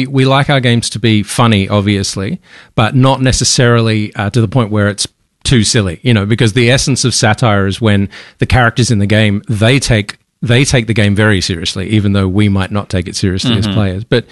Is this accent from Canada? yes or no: no; Australia; we're Australian indie developers.